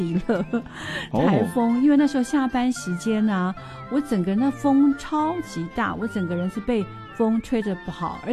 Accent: Hsinchu, Taiwan; now in Taipei, Taiwan; 其实我家乡是在新竹嘛

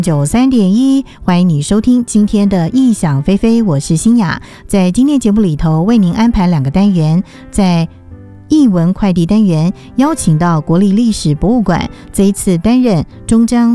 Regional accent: China; 特别是我们中国人我们的华人世界的生死观啊

